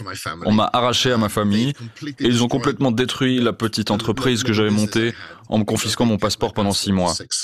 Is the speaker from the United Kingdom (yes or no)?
yes; Wales, United Kingdom; moved away; also born or lived in Sweden; Aujourd'hui, je suis retourné vivre dans ma région natale, dans le Pays de Galles